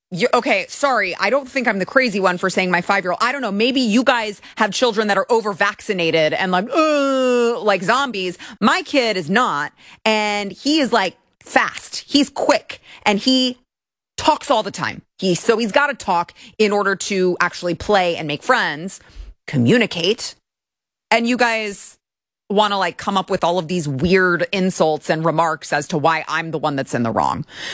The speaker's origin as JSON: {"language": "English", "town": "Plano", "region": "Texas", "country": "United States", "tie": "born or raised there"}